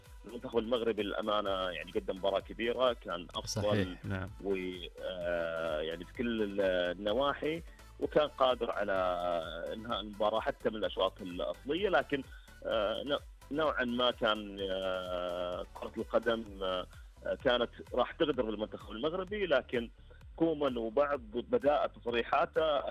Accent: Saudi Arabia; حنا كسعوديين

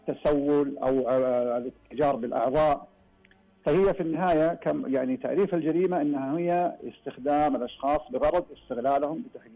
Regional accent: Saudi Arabia; عندنا في المملكة العربية السعودية

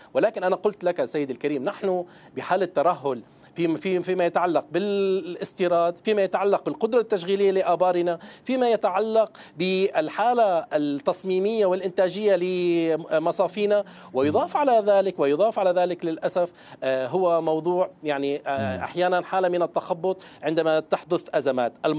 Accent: Syria; أنا هنا باعتباري كمواطن سوري غيور على هذا البلد

